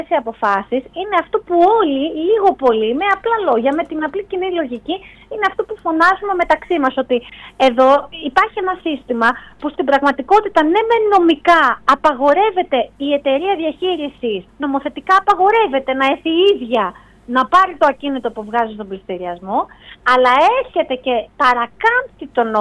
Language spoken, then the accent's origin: Greek; Kefalonia, Ionian Islands, Greece; στο χωριό μου στην Κεφαλονιά